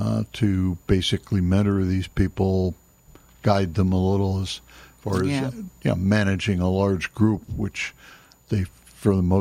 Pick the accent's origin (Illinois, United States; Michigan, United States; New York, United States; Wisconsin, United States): New York, United States; Brooklyn; born there; I'm sure I could ultimately find out what hospital I was born in Brooklyn.